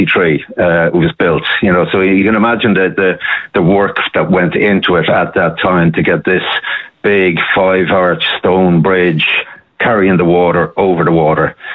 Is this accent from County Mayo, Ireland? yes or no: no; Naas, Kildare, Ireland; I grew up in Naas in Kildare, and in Kildare, you know, you're never far from a canal in Kildare.